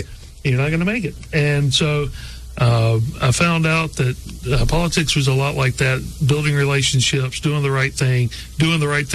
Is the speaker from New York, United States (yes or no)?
no; Alabama, United States; because I grew up in Baldwin County, lived in the Wiregrass.